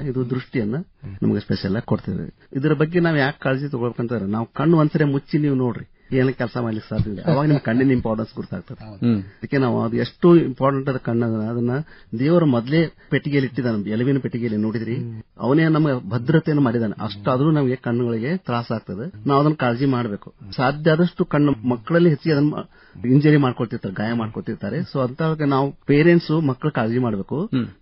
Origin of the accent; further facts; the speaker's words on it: Dharwad, Karnataka, India; ನಾನು ಮುಖ್ಯವಾಗಿ ಧಾರವಾಡದವನು.